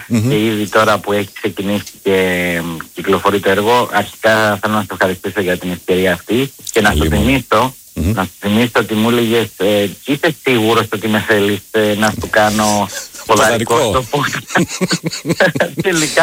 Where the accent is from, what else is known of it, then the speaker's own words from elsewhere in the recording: Corfu, Ionian Islands, Greece; also born or lived in Sparta; Ναι, γεννήθηκα στη Σπάρτη και 5 ετών ήρθα στην Κέρκυρα.